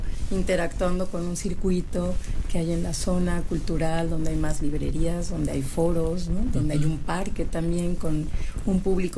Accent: Mexico City, Mexico; born there; a mí me tocó de niña de 4 años en Ciudad de México, 5 o 6 años tendría yo

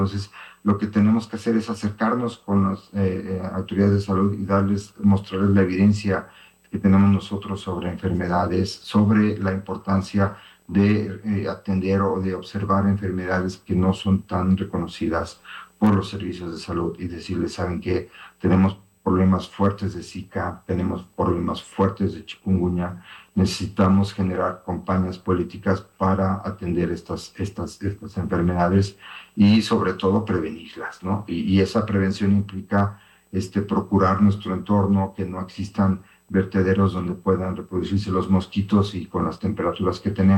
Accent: Xalapa, Veracruz, Mexico; los que somos de aquí de Jalapa

